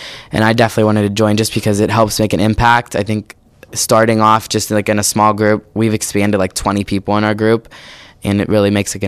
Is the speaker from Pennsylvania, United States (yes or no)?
yes; South Allegheny, Pennsylvania, United States; I'm from South Allegheny, and I'm in 11th grade.